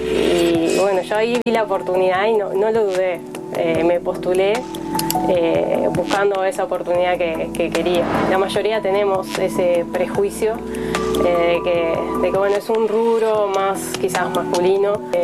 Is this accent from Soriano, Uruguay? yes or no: no; Tacuarembó, Uruguay; Me crié en Tacuarembó, a pocas cuadras de la estación que hay allí, ferroviaria.